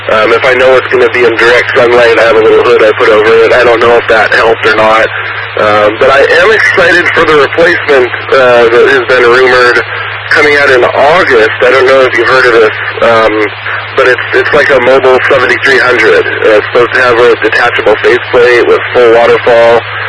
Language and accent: English; Renton, Washington, United States; I'm in the Fairwood area of Bentonville. I know Auburn pretty well. I was born and raised around here.